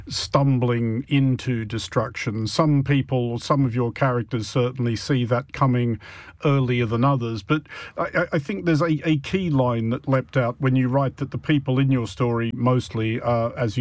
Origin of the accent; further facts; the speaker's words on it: Australia; my fellow Australians